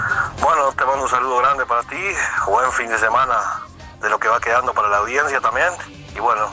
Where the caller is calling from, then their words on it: Treinta y Tres, Uruguay; Aquí también saliendo el solcito por 33.